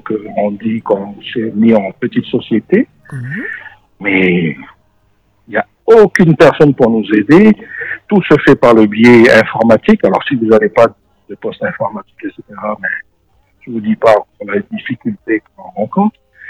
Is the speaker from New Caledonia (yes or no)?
yes; New Caledonia; born there